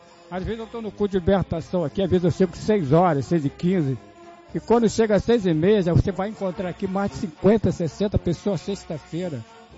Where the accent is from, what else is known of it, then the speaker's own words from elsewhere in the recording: Magé, Rio de Janeiro, Brazil; Sou de Magé.